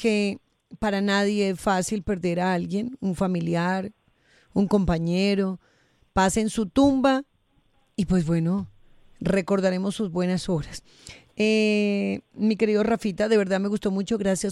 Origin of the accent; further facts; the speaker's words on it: Boyacá, Colombia; born there; now in Bogotá, Colombia; nací en Boyacá, vivo en Bogotá hace muchos años